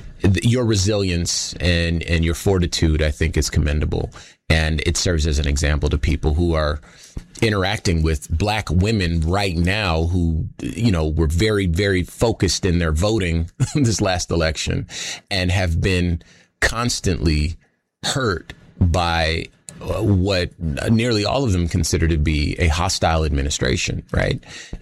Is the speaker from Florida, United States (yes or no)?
no; Compton, California, United States; I've lived a life that I, you know, I'm from Compton.